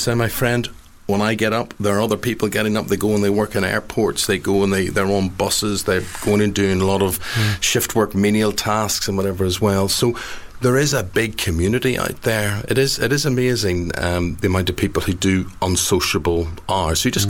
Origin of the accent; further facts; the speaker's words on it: Northern Ireland, United Kingdom; I grew up in the Troubles in Northern Ireland